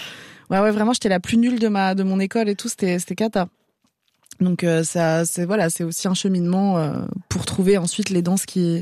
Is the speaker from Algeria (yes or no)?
yes; Algeria; born there; je suis née en Algérie pendant la guerre civile, donc de toute façon, j'étais pas trop censée être là non plus.